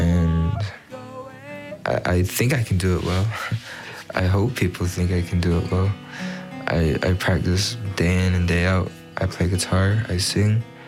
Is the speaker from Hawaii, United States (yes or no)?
no; Lame Deer, Montana, United States; I'm from the Northern Cheyenne Reservation, Lame Deer, Montana.